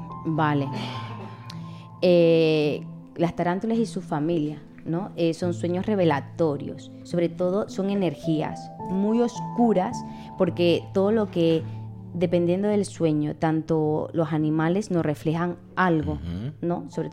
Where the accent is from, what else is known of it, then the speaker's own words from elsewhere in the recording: Ecuador; moved away; yo soy de ecuatoriana, mi familia está en Ecuador